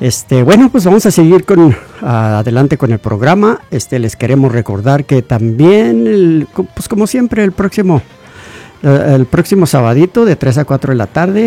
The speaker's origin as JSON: {"language": "Spanish", "town": "Ciudad Juárez", "region": "Chihuahua", "country": "Mexico", "said": "De la Pancho Villa, Juaritos."}